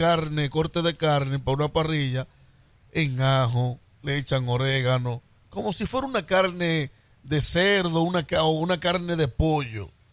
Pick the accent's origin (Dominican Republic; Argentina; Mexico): Dominican Republic; now in Rhode Island, United States; siendo dominicano